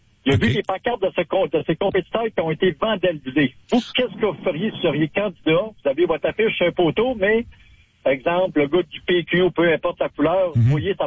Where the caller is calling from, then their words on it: Joliette, Quebec, Canada; Je t'appelle de Joliette.